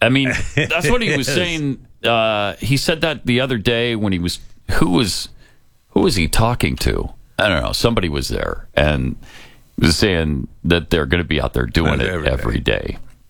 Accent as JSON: {"language": "English", "town": "Helena", "region": "Montana", "country": "United States", "tie": "born or raised there", "moved": "yes", "lives_now": "Dallas, United States", "said": "my hometown of Helena."}